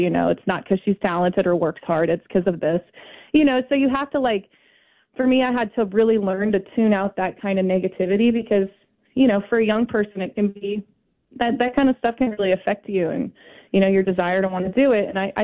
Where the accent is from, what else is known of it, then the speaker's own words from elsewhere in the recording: Kansas City, Missouri, United States; now in New Orleans, United States; my hometown of Kansas City.